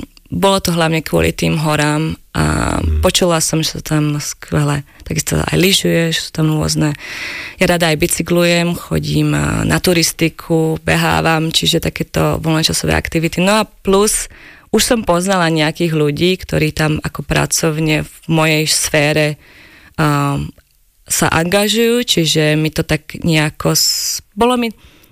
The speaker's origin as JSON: {"language": "Slovak", "region": "Banská Bystrica Region", "country": "Slovakia", "also_born_or_lived": "Scotland / Norway / Belgium", "moved": "as an adult", "said": "keďže pochádzam zo Slovenska, tak mi určite ostáva láska k horám. Aj naša rodina vlastne žije tak na Donovaloch, pri Bystrici"}